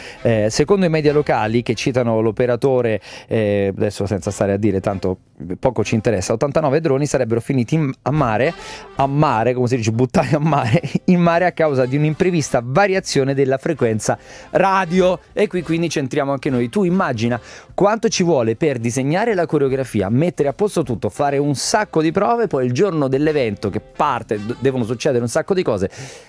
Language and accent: Italian; Monte Porzio Catone, Lazio, Italy; Io vengo da un piccolo paesino della provincia di Roma, dei Castelli Romani, da Monte Porzio